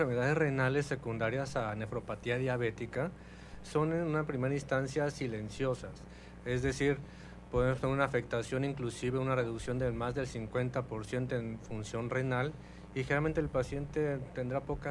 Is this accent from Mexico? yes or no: yes; Mexico